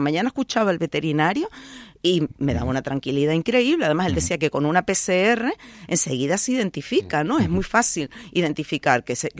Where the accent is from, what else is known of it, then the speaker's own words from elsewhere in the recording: Canary Islands, Spain; somos un archipiélago, como dice la canción, ¿no? De donde brilla el sol. Y resulta que, aparte de brillar el sol, es que estamos geográficamente en África, pero políticamente somos españolas y, por lo tanto, europeas.